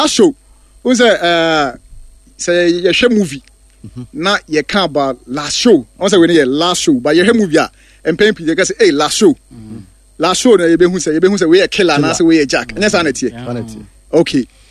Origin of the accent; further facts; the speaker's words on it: Ghana; I'm a Ghanaian, I'm a Ghanaian, I'm a Ghanaian.